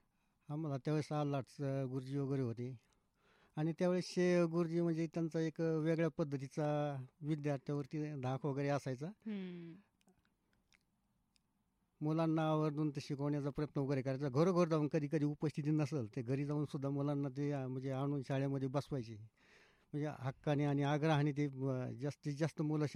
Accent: Tamaswadi, Maharashtra, India; तसं मूळ गाव आमचं तामसवाडीचे, तामसवाडी तालुका नेवासा नगर। तसं प्राथमिक शिक्षण आमचं तामसवाडी जिल्हा परिषद प्राथमिक शाळा तामसवाडी या ठिकाणी झालेलं आहे।

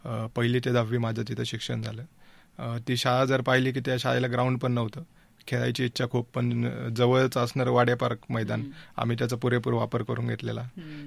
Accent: Ahmednagar, Maharashtra, India; मी नगरचाच आहे.

